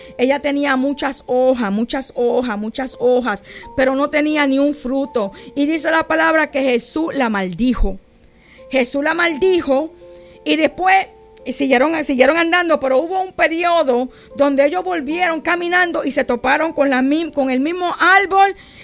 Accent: Grove Place, St. Croix, U.S. Virgin Islands; Grove Place no es el Grove Place de ahora. Cuando yo nací en Grove Place, eso era un monte, un pastizar, aleluya, un montón de frutos en la joya, lo que nosotros llamamos la joya

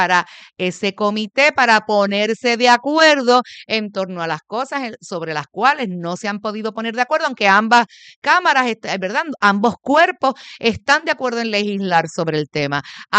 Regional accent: Puerto Rico; miren, así somos los puertorriqueños, solidarios

